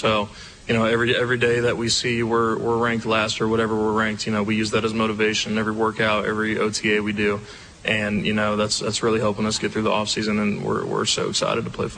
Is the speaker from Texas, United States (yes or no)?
yes; Texas, United States; moved away as an adult; I'm from Texas originally, so I just kind of want to get a little closer to home